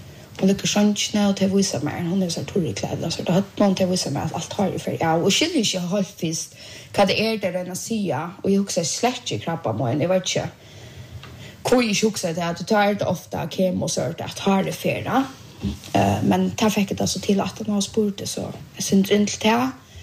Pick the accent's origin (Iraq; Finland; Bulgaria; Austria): Bulgaria; now in Sweden